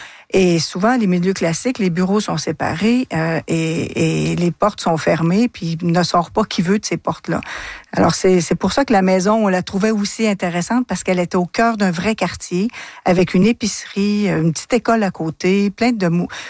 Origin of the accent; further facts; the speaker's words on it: Trois-Rivières, Quebec, Canada; Moi, je suis de Trois-Rivières et depuis l'âge de 21 ans, j'accompagne des personnes qui vivent avec la maladie d'Alzheimer